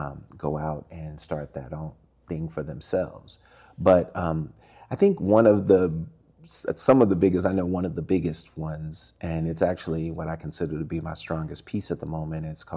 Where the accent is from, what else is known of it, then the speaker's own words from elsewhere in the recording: St. Louis, Missouri, United States; born there; also born or lived in Tennessee; there was one bus that stopped right in front of my house in St. Louis that took me all the way downtown to the main branch of the public library.